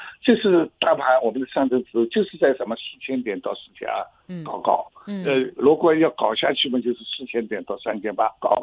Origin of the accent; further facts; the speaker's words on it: Shanghai, China; 我看到了证券股好像像我们上海人说的有点强调